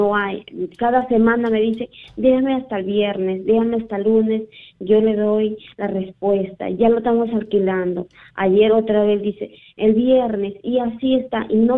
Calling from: Lima, Peru; Y los llamo de acá de San Juan de Miraflores, pero he venido de visita, yo vivo en San Juan del Urigancho.

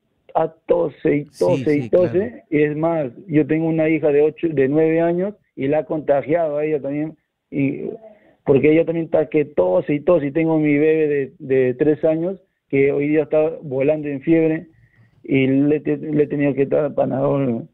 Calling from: Lima, Peru; Estoy llamando desde acá de San Juan del Riancho, Lima, del asentamiento humano Huáscar.

